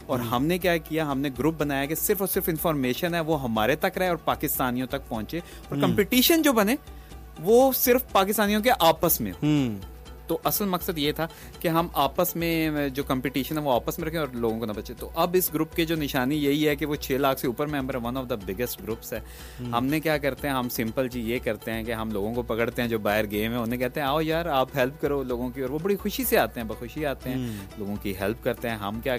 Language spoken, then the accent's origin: Urdu; Multan, Punjab, Pakistan; moved away as an adult; also born or lived in South Korea / Netherlands / Italy; now in Faisalabad, Pakistan; میں نے ملتان میں بالکل میں پیدا ہوا اور وہیں میری تعلیم ہے، کالج سے، ملتان گورنمنٹ کالج سے